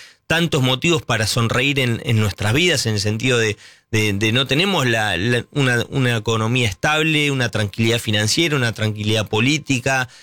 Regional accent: Argentina; los argentinos somos más parecidos finalmente en el comportamiento a lo que fue Lionel Messi

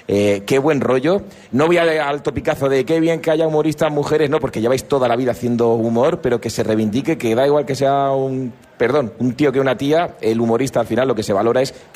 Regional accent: Cartagena, Region of Murcia, Spain; Siendo murciana, claro, te va a gastar mucho dinero, en que no se te note, ¿no? Y te puedo hacer los chistes porque yo soy de Cartagena.

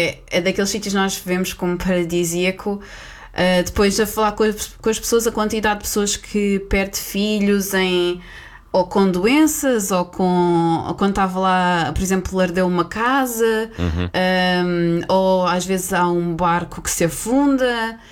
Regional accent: Portugal; como portugueses que éramos e também como uma francesa

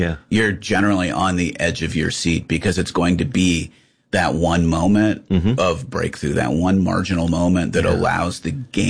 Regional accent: Ohio, United States; I did, growing up in Northeastern Ohio, I played.

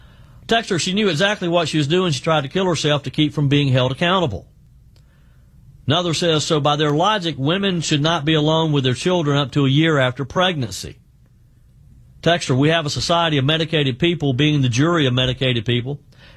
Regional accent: South Carolina, United States; Let's start with Beverly, who is in my home state of South Carolina.

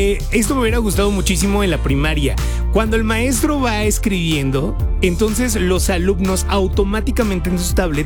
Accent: Xalapa, Veracruz, Mexico

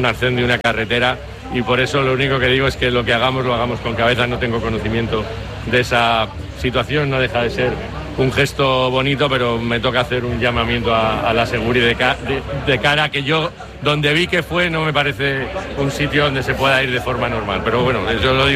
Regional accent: Jerez de la Frontera, Andalusia, Spain; Y como yo también soy de Jerez, porque él sabe que tengo uno de mis íntimos amigos viviendo allí, pues tuve la oportunidad de invitarle.

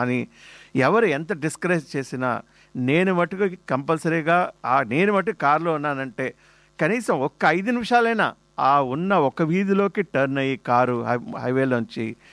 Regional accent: Penugolu, Andhra Pradesh, India; నేను పెనుగోలు అనే గ్రామంలో పెరిగిన వాతావరణం ఎంతలా నా మీద ప్రభావం పడిందంటే, ఆ పెనుగోలు గ్రామం ముందు నా చిన్నతనం ఒక్కటి కూడా గుర్తురాదు.

